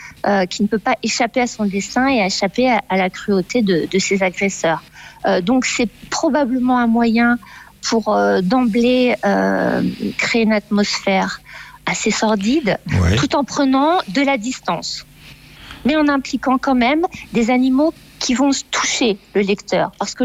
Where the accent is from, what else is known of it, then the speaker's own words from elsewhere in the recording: Paris, Île-de-France, France; moved away as an adult; also born or lived in Dartmoor; Moi, je suis parisienne d'origine